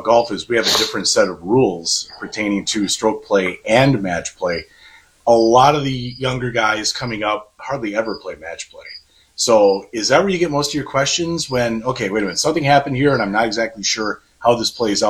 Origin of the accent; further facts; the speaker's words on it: Manassas, Virginia, United States; born there; So not too far from where I was born, actually, Manassas.